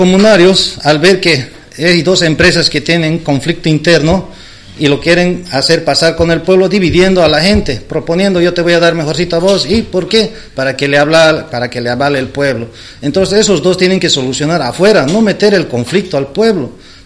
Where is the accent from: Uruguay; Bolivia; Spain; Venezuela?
Bolivia; Beni; mi pueblo de San Simón